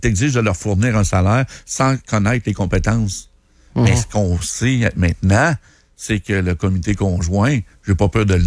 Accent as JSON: {"language": "French", "town": "Quebec City", "region": "Quebec", "country": "Canada", "tie": "born or raised there", "also_born_or_lived": "Val-Bélair", "said": "Moi, je suis né à Québec."}